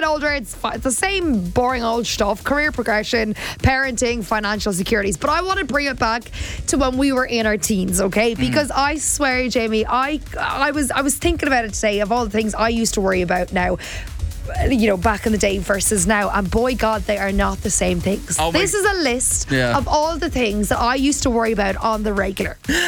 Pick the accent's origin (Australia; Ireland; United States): Ireland; Limerick, Munster; born there